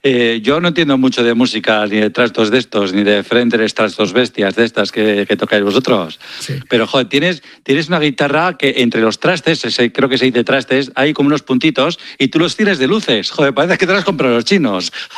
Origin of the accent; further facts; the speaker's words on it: Bilbao, Basque Country, Spain; Pues, sabéis que soy de Bilbao, que quería